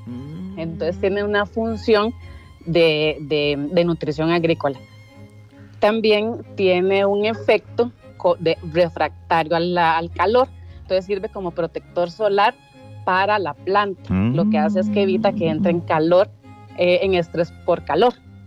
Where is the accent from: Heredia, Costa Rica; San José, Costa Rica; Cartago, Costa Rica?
Heredia, Costa Rica; Soy de Heredia.